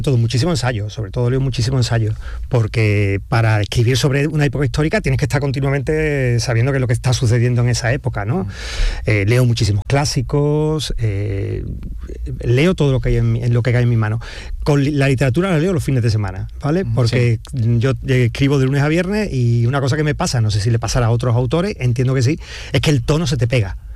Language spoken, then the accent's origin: Spanish; Seville, Andalusia, Spain; O sea, yo soy muy sevillano.